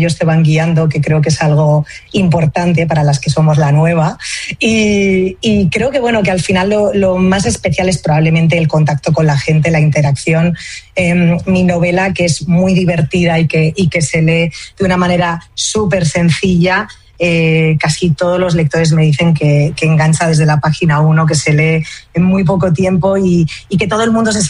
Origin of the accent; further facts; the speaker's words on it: Castile and León, Spain; yo soy leonesa, me siento muy leonesa, pero también tengo buena parte de la familia gallega